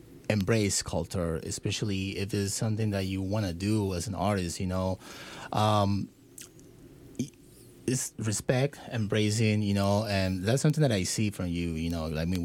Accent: Colombia; I'm from Colombia, and we love sarcasm.

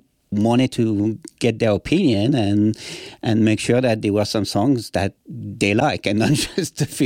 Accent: France; English is a second language; I mean, we are both French from France, and we're not going to try to mimic the accent from Quebec.

